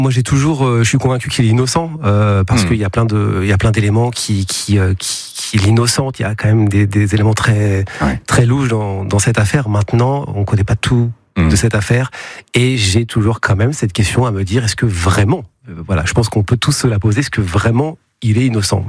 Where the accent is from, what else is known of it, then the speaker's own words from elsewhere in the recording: Le Mans, Pays de la Loire, France; je suis né au Mans, bien sûr, ouais, je suis né au Mans, j'ai grandi au Mans, ma famille est au Mans, je suis manceau.